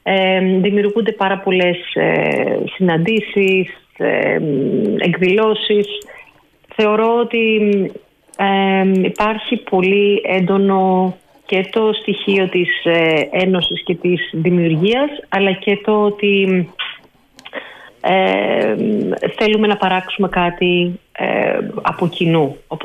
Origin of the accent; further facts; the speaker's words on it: Greece; now in Vienna, Austria; ως Έλληνες που ζούμε στην Αυστρία και στη Βιέννη συγκεκριμένα